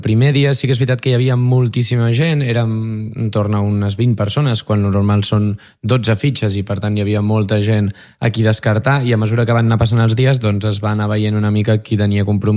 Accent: Calella, Catalonia, Spain; Jo sóc de Calella, aquí també al Maresme

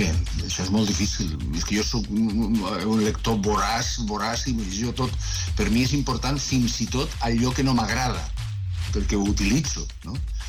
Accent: Lleida, Catalonia, Spain; El meu barri de Balàfia.

